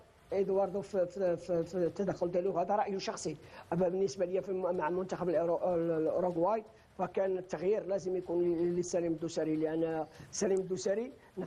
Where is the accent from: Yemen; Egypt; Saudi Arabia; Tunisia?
Saudi Arabia; علينا أن نركز كسعوديين